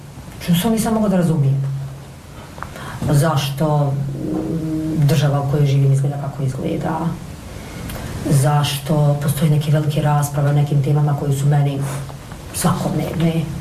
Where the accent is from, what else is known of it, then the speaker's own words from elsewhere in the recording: Donji Vakuf, Federation of Bosnia and Herzegovina, Bosnia & Herzegovina; also born or lived in Jajce; Ja jesam iz Donjeg Vakufa, ali sam rođena u Jajcu, zato što mi u Donjem Vakufu nema ovo porodilište.